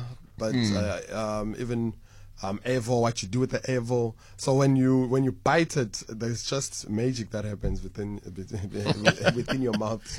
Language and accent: English; Katlehong, Gauteng, South Africa; I'm from Katlehong.